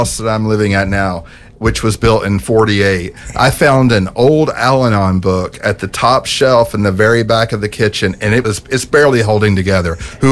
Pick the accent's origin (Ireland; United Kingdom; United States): Ireland; And I'm Irish. So every time something bad happens, I assume it'll come in threes.